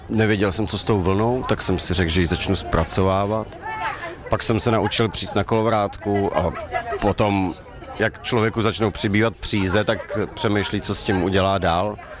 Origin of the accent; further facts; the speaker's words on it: Náchod, Hradec Králové Region, Czechia; jsem od Náchoda.